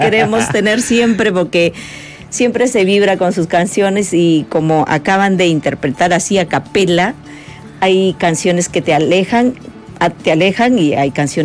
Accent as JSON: {"language": "Spanish", "area": "Huaraz Province", "region": "Ancash", "country": "Peru", "said": "yo soy del departamento de Ancash, de la provincia de Huaraz"}